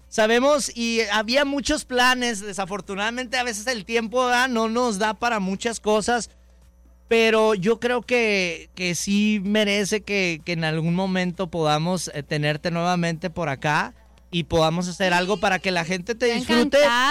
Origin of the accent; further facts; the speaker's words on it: Ciudad Juárez, Chihuahua, Mexico; nosotros somos de Ciudad Juárez